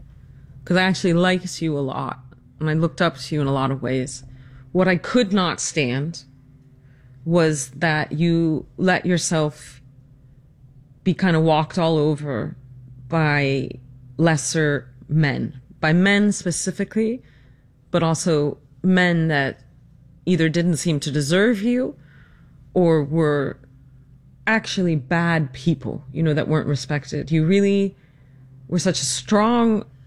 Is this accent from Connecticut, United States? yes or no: yes; Greenwich, Connecticut, United States; What I saw growing up in Greenwich, Connecticut in the 80s and 90s, when Greenwich was truly the bedroom town of Wall Street.